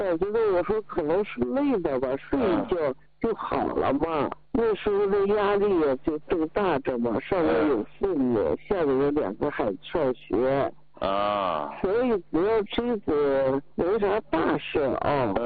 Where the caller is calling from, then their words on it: Shaanxi, China; 我是陕西这儿的，今年68岁了。